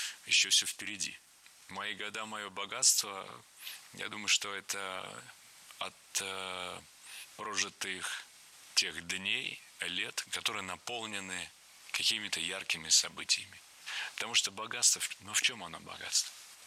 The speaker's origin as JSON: {"language": "Russian", "country": "Russia", "tie": "born there", "said": "Мое счастье, что я живу в такой прекрасной, любимой мной стране, что я родился в России."}